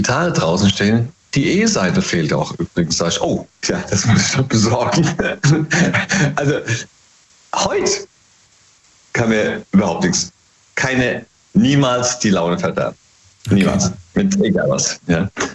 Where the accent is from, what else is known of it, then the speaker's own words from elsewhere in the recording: Hesse, Germany; Hey, aus dem Rheingau, immer noch.